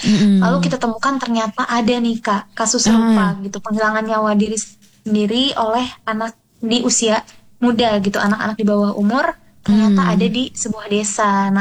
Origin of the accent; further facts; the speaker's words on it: Bandung, West Java, Indonesia; born there; sebetulnya saya ini lahirnya di Bandung, tapi orang tua dan keluarga besar semua ada di Sulawesi Tengah.